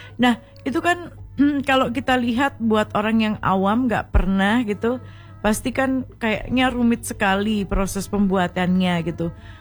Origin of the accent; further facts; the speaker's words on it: Java, Indonesia; Kita harus bangga menggunakan perpaduan bahasa Indonesia dan Jawa. Orang memang kita orang Jawa ya.